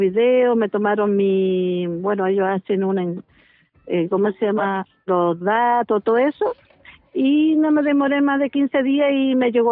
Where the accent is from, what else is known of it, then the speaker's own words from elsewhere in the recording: Guanta, Anzoátegui, Venezuela; porque yo soy de Guanta, no soy de acá.